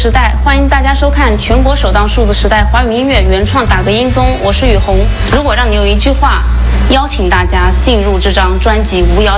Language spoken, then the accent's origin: Chinese; China; 对，我们中国人就是这样一步一步走来的。